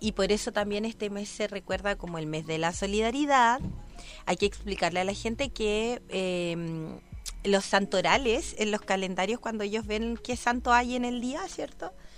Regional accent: Chile; esto es algo que a los chilenos particularmente debería importarnos y preocuparnos

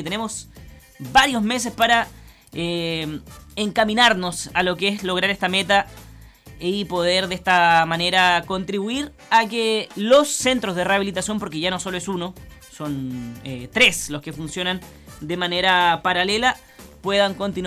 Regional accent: Chile

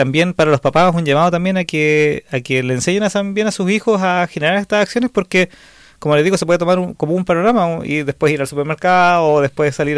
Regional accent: Chile; nosotros como chilenos

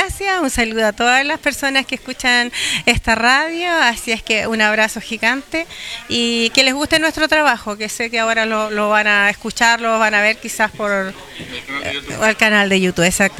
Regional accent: Quehui Island, Los Lagos, Chile; Nosotros también somos de descendencia, yo soy oriunda de Kewi, sé lo que significa vivir en el campo

